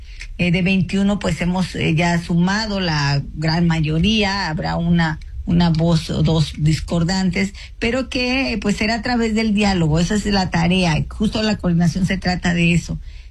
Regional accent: Guerrero, Mexico; del que yo soy parte del pueblo afromexicano, soy de la Costa Chica de Guerrero.

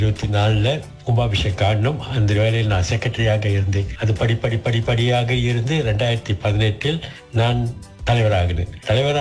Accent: Penang, Malaysia; moved away; also born or lived in Subang Jaya; நான் பிறந்து வளர்ந்தது எல்லாம் பினாங்கில்.

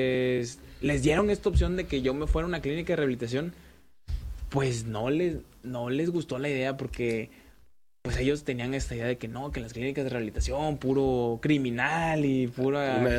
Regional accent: San Andrés Tuxtla, Veracruz, Mexico; moved away; Yo no soy del puerto de Veracruz, yo soy de una ciudad que se llama San Andrés, cerca de Catemaco.

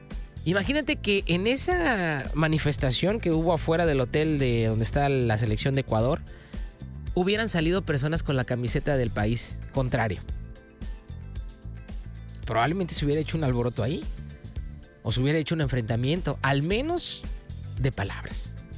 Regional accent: Mexico; ese corazón que tanto estamos nosotros mencionando como mexicanos

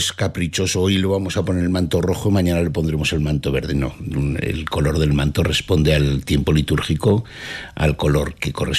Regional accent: Tardienta, Aragon, Spain; Yo soy de Tardienta.

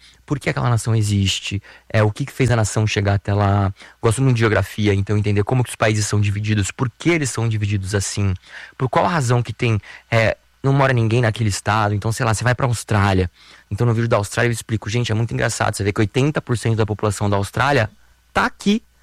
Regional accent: Brazil; eu amo a minha vida, é muito legal aqui eu crescendo na Vila Militar

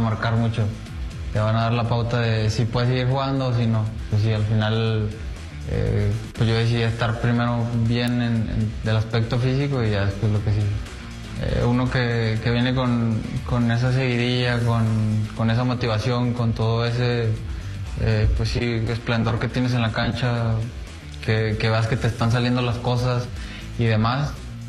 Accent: Mexico; somos mexicanos, somos un país que está muy unido

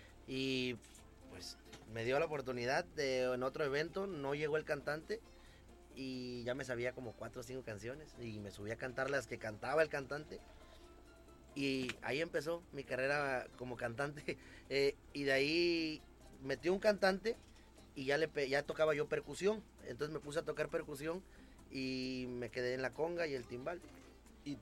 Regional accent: Veracruz, Mexico; Soy, soy veracruzano, padres, mi padre cubano, mi madre veracruzana, abuelos cubanos.

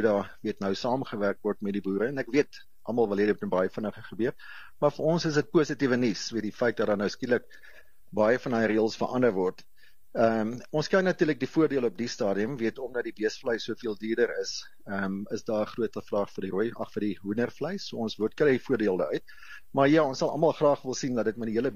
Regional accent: Hoopstad, Free State, South Africa; moved away; Ek kom daar uit die Milieu area uit Hoopstad uit groot geword daarso.

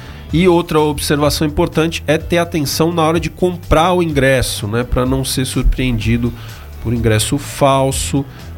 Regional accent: Santa Catarina, Brazil; now in Brasília, Brazil; eu não sou de Brasília, né? Eu sou de Santa Catarina.

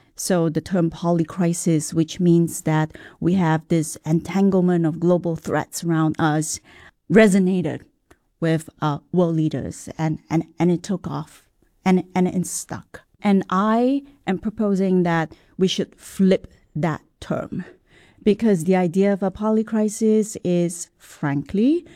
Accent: Singapore; And maybe because I'm a Singaporean, Singaporeans are sort of proud to be realist

